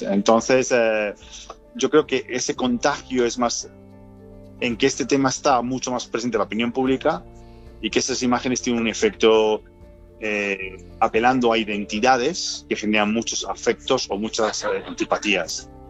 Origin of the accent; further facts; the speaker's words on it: Spain; He venido aquí como un vecino más de Puliñá. Y como un español que está hasta las pelotas